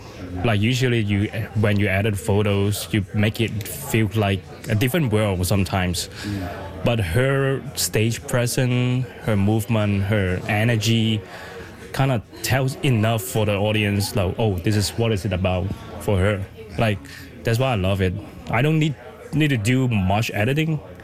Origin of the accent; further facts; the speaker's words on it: Hong Kong; moved away as an adult; now in Canada; I come from a whole different world. I come from Hong Kong.